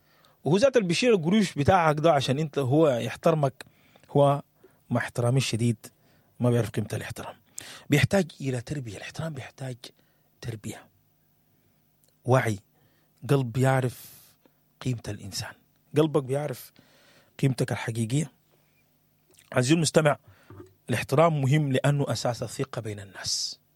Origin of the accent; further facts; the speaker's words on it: Sudan; انا سوداني